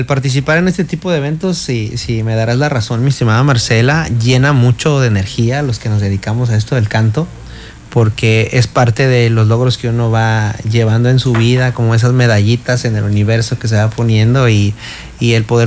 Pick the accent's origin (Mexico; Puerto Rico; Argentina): Mexico; Mexico City; moved away; yo soy de la Ciudad de México